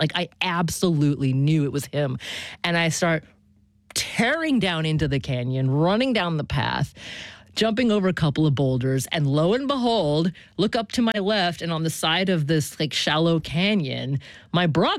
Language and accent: English; Oregon, United States; I grew up in Oregon, so it's central Oregon in the high desert there